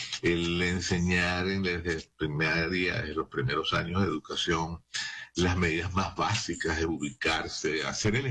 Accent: Venezuela; La realidad es que estamos muy compungidos, pues, como venezolanos, ante este evento que no se puede predecir

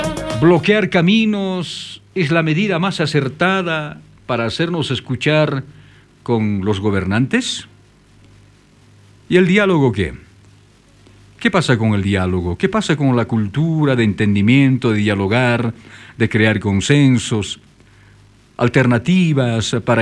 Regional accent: Bolivia; tenemos como bolivianas y bolivianos

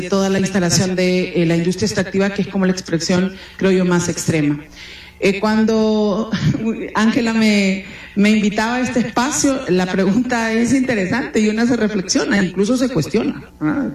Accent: Honduras; En mi país, la denominada República Bananera

